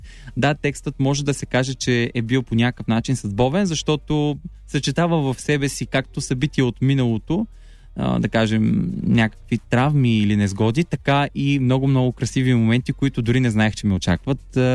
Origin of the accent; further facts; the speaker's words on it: Dobrich, Dobrich Province, Bulgaria; moved away as an adult; now in Varna, Bulgaria; пътувах от сутринта от град Варна, защото по принцип съм от Добрич, но уча във Варна